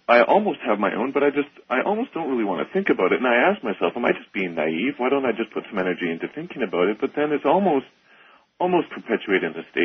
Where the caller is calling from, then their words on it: Vancouver, British Columbia, Canada; I'm calling from Vancouver, Canada.